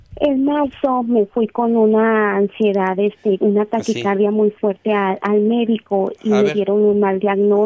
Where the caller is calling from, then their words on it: Saltillo, Coahuila, Mexico; hablo de Saltillo, Coahuila, doctor.